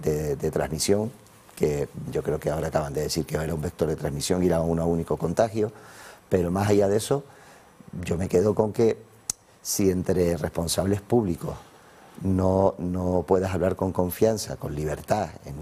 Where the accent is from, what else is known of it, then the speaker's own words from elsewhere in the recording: Canary Islands, Spain; vivimos en isla, somos canarios